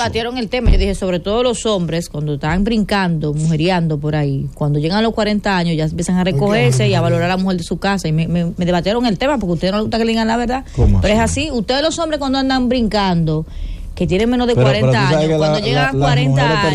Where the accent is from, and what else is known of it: Jamao al Norte, Espaillat, Dominican Republic; born or raised there